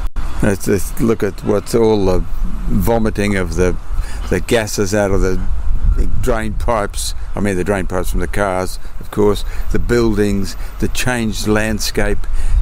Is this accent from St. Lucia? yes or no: no; Bridgetown, Western Australia, Australia; because I grew up in Joogalup, Bridgetown, when Bridgetown was the peak producing region of apples, the peak apple producer in the West.